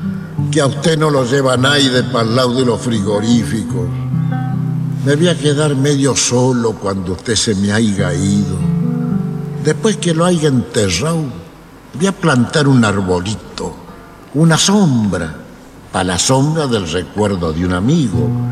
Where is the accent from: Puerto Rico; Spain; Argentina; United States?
Argentina; Buenos Aires Province; born there; por lo menos en este país que se llama Provincia de Buenos Aires, donde yo nací